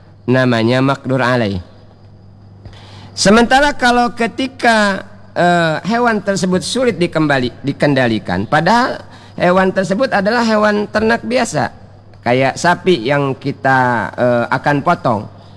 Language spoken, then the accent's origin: Indonesian; Bangka Belitung Islands, Indonesia; kalau pakai pisau bisa terputus kuteng, kata kita orang Bangka.